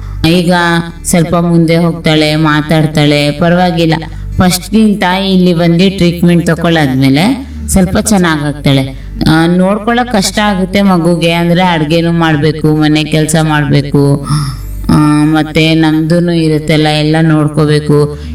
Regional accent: Piriyapatna, Karnataka, India; ನಾನು ಪಿರಿಯಾಪಟ್ಟಣದಿಂದ ಬರ್ತಾರದು ವಿವೇಕಾನಂದ ಆಸ್ಪತ್ರೆಗೆ.

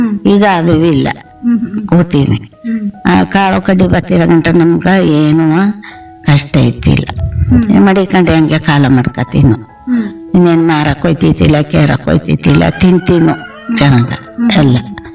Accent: Dyalapura, Karnataka, India; ನಾವು ದ್ಯಾಲಪುರ ನಾಡಿ.

